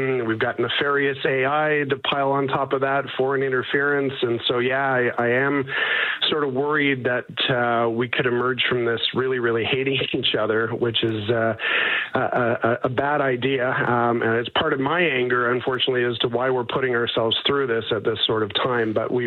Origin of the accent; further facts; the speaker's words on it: Alberta, Canada; I am a Canadian. I am an Albertan. I consider those identities indistinguishable.